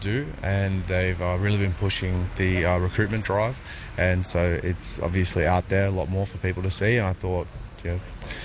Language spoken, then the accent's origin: English; Sydney, New South Wales, Australia; moved away as an adult; now in Dubbo, Australia; I'm from Western Sydney originally, so yeah, moved out here to Dubbo, but I'll be working in Gilgandra.